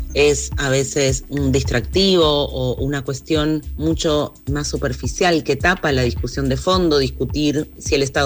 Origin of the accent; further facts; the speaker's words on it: Neuquén, Argentina; born there; nací en 1979 en Neuquén, en la Patagonia Argentina.